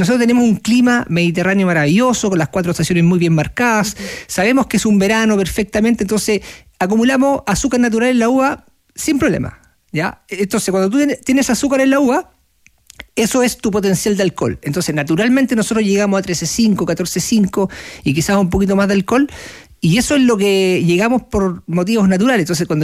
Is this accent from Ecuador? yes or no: no; Chile